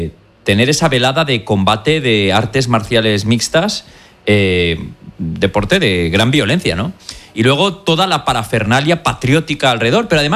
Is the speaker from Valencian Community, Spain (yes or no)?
yes; Valencian Community, Spain; Yo tengo que decir, como valenciano que soy